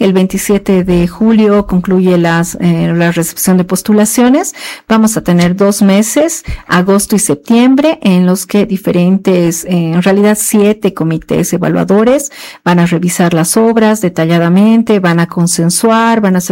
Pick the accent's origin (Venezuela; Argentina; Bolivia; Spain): Bolivia